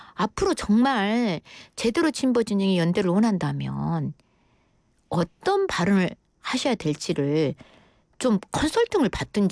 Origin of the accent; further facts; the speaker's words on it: Muan, South Jeolla, South Korea; born there; now in Mokpo, South Korea; 제가 호남의 딸, 무안에서 태어나고 목포에서 현재도 살고 있는 사람이면서